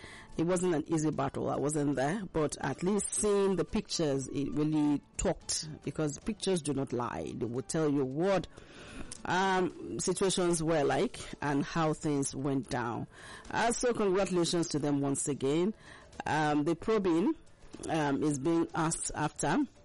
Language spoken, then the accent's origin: English; Lagos, Nigeria; born there; I was born here in Lagos. So I can claim to be a Lagosian somehow.